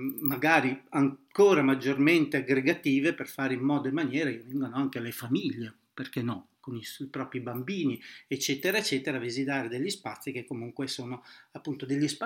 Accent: Emilia-Romagna, Italy; Io vengo dall'Emilia Romagna

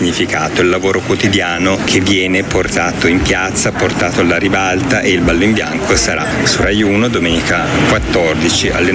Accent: Piedmont, Italy; sono piemontese e sono legato a questa città.

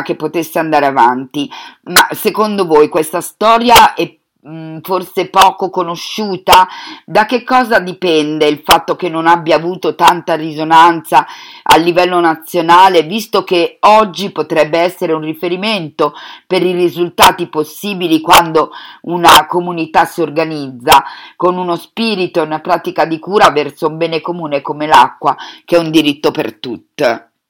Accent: Buenos Aires, Argentina; incluse io e Lu, che veniamo appunto da Buenos Aires.

